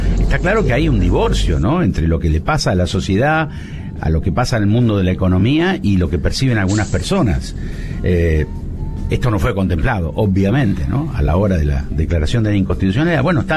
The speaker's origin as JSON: {"language": "Spanish", "town": "Rosario", "region": "Santa Fe", "country": "Argentina"}